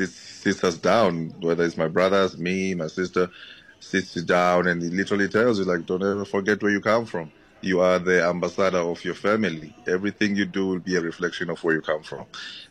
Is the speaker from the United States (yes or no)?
no; South Africa